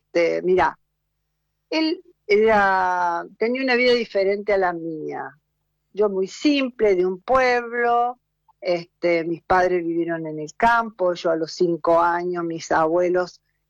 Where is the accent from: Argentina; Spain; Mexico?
Argentina; Oncativo, Córdoba; now in Córdoba, Argentina; Hace unos meses que estoy en Córdoba, pero yo soy nativa de un pueblo, Oncativo, que está a 70 kilómetros de la ciudad de Córdoba.